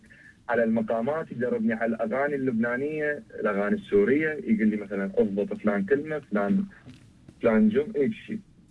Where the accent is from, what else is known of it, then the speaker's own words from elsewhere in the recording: Basra, Basra Governorate, Iraq; accent: Basra dialect; moved away as an adult; also born or lived in Jordan / Melbourne; now in Sydney, Australia; لأنه أنا يعني من البصرة، لهجتنا بالبصرة شوية ثقيلة، يعني الحروف مالتها ثقيلة.